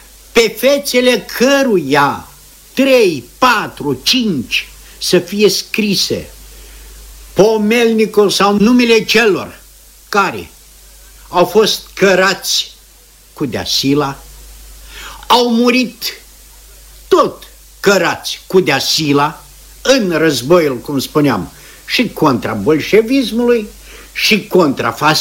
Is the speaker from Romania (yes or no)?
no; Moldova; now in Chisinau, Moldova; din satul meu natal